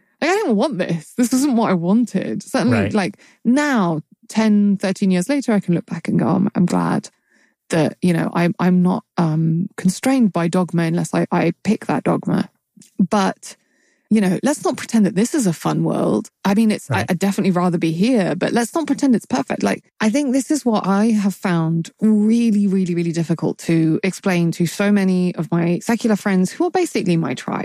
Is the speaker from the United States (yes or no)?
no; United Kingdom